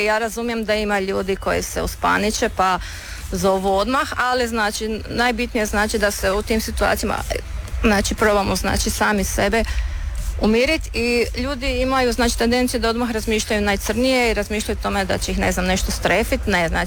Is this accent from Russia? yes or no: no; Hrvatsko Zagorje, Croatia; now in Slavonia, Croatia; jesmo u Slavoniji, ja sam inače Zagorka